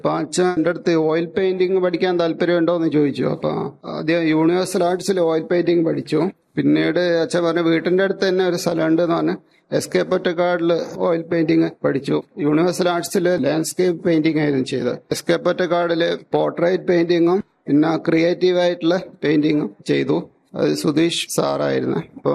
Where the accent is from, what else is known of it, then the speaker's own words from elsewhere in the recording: Lakshadweep, India; also born or lived in Kozhikode, India; ഞാൻ ലക്ഷദ്വീപിലാണ് വളർന്നത്. അച്ഛൻ അവിടെ PWD ജോലി ചെയ്തത്.